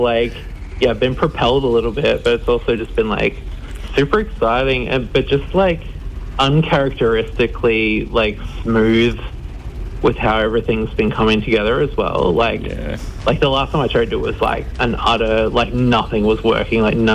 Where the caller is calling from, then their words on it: West Footscray, Victoria, Australia; Yeah, I'm in Narm. I'm in West Footscray.